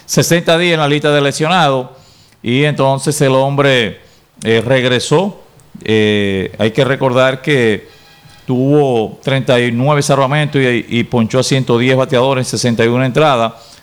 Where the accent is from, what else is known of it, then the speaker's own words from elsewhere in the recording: Dominican Republic; así somos los dominicanos